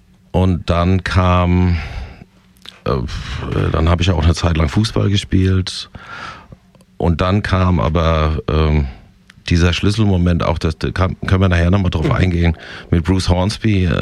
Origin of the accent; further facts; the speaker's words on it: Raunheim, Hesse, Germany; also born or lived in Flörsheim; geboren in Flörsheim, sagen wir mal gefühlt eine halbe Stunde später in Raunheim gewesen und dann aufgewachsen in Raunheim